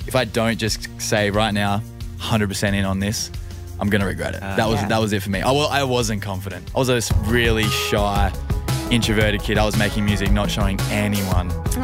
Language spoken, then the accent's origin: English; Bunbury, Western Australia, Australia; born there